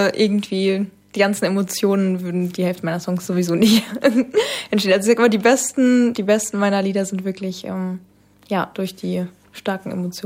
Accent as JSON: {"language": "German", "town": "Frankfurt", "region": "Hesse", "country": "Germany", "lives_now": "Darmstadt, Germany", "said": "Also ich komme eigentlich aus Frankfurt. Genau, ich bin dann für das Studium umgezogen nach Darmstadt."}